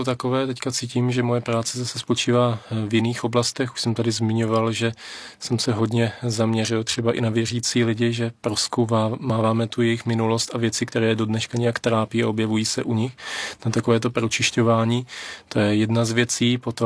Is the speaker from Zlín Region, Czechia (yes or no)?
no; Kolín, Central Bohemian Region, Czechia; já jsem pocházím z Kolína, tam mají takovou výtečnou pekárnu